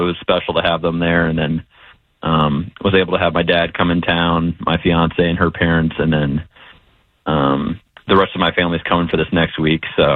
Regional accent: Texas, United States; born there; So, and obviously I was born in Texas, so it was kind of a homecoming of some sorts.

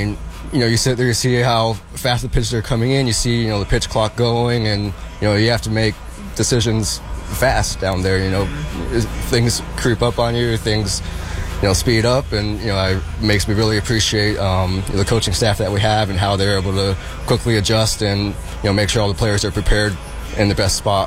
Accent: San Jose, California, United States; Growing up in the Bay Area, you know, there's a lot of, you know, good baseball teams around.

